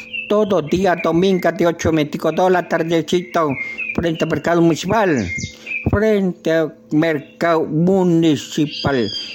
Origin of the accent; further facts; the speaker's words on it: Ecuador; yo soy orientano nativo, ecuatoriano, soy ecuatoriano, compadrito, no confunda, no soy colombiano, no soy boliviano, no soy peruano, soy ecuatoriano